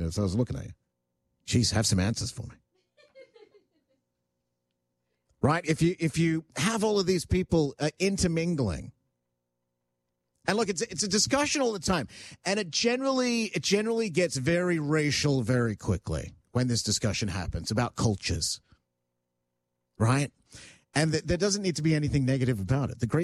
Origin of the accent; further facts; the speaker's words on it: Australia; I grew up in Australia, so I can go, oh, the dominant culture in this city is Greeks.